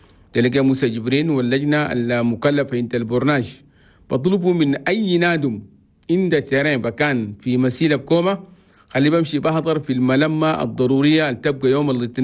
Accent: Chad; في بلدنا تشاد بلد تومي.

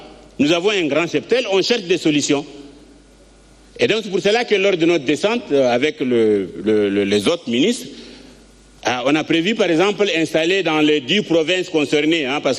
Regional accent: Chad; Donc nous tous, nous sommes tous des Tchadiens

